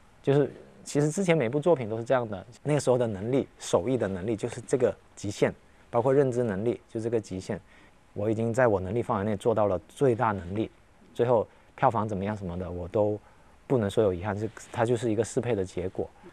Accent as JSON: {"language": "Chinese", "area": "Chaoshan", "region": "Guangdong", "country": "China", "tie": "born or raised there", "said": "我作为在这片土地长大的一个孩子"}